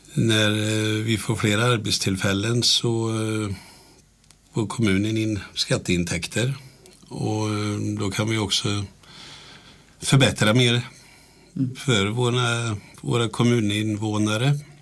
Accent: Vimmerby, Kalmar County, Sweden; moved away; jag är ju född och uppvuxen i Vimmerby.

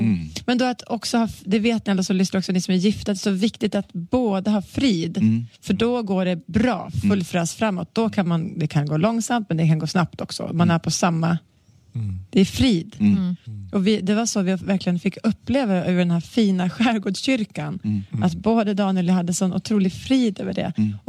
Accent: Sweden; moved away; also born or lived in Bangkok, Thailand

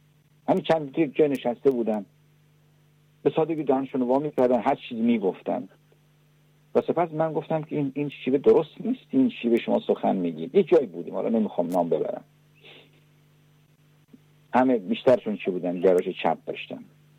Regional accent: Iran; اگر من ایرانی هستم، مردم خودم رو دوست دارم، میهن خودم رو دوست دارم،

